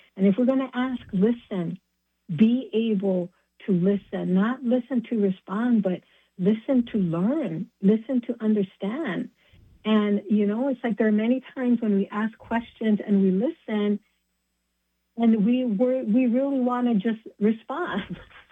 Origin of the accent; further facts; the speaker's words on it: Hawaii, United States; now in Washington State, United States; I'm from Hawaii, and moving up here to Washington State, I didn't know what layering was when I first moved here.